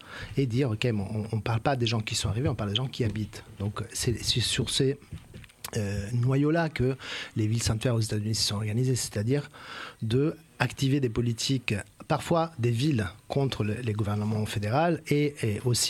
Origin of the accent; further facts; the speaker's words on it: Verona, Veneto, Italy; French is a second language; moved away; Moi, à chaque fois, je parle de ma ville natale, Vérone.